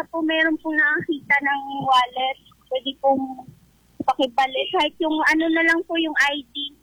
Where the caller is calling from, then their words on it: Quezon, Palawan, Philippines; Taga Quezon po.